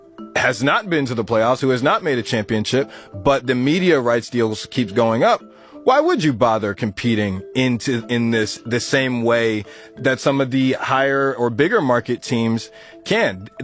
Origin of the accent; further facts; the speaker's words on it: Utah, United States; We're from Utah. Like, that's what we do.